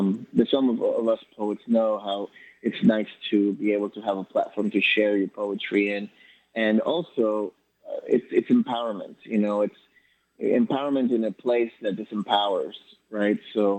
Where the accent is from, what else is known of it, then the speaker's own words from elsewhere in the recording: Ecuador; moved away; when I first moved here, as I mentioned, I came from Ecuador, and while I was waiting to become a resident, it took a long time.